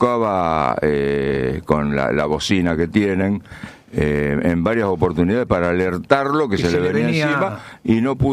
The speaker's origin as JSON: {"language": "Spanish", "country": "Argentina", "said": "un símbolo que hoy nos identifica como argentinos en todos lados."}